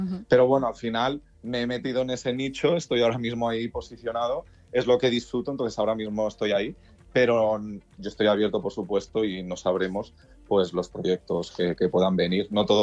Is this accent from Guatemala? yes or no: no; Balearic Islands, Spain; moved away as an adult; now in Madrid, Spain; soy mallorquín, pero es que ya tengo 36 años y me fui a los 19 a Madrid.